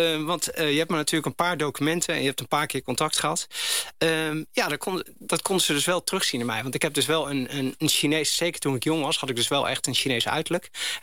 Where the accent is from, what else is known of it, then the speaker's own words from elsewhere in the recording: Overijssel, Netherlands; also born or lived in Amsterdam; ik ben geadopteerd. En na korte tijd, ik ben dus in Amsterdam geboren. En daarna ben ik opgegroeid in Twente, bij mijn adoptieouders.